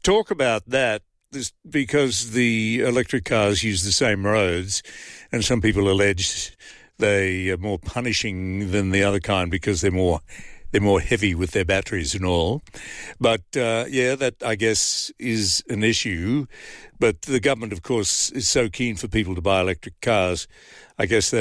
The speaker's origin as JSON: {"language": "English", "country": "Australia", "said": "Perhaps being an Australian bureaucrat, I'm thinking."}